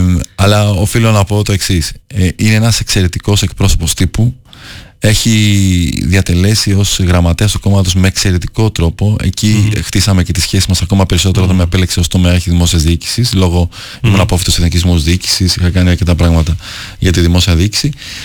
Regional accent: Athens, Attica, Greece; Στην Αθήνα γεννήθηκα. Οι γονείς μου και δύο είναι από την Καβάλα. Ήρθαν πρόσφυγες, όπως καταλαβαίνετε από το επίθετο … Ήρθαν πρόσφυγες, μικρά παιδιά στην Αθήνα. Ναι. Μεγαλώσαμε στην Αθήνα. Αγαπάω πάρα πολύ τον τόπο μου στην Καβάλα.

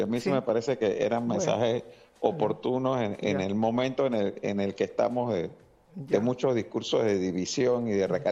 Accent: Panama; yo te puedo decir como panameño

